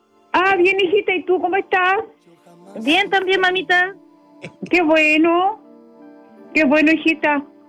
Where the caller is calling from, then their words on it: Santiago, Santiago Metropolitan Region, Chile; yo vivo en Santiago